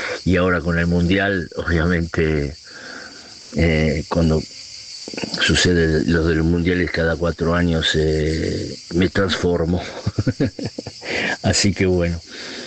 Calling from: Rome, Lazio, Italy; de Roma, provincia de Roma

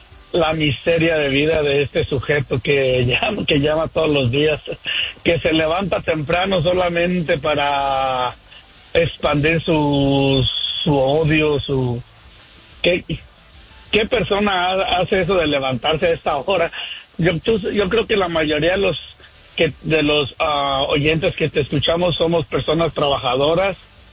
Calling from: Sacramento, California, United States; Aquí de Sacramento.

